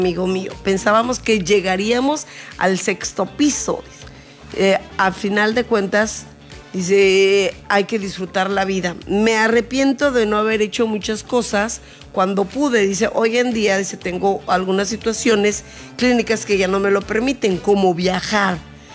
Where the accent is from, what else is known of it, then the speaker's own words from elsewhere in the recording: Puebla, Mexico; moved away; allá de mi pueblo, de Puebla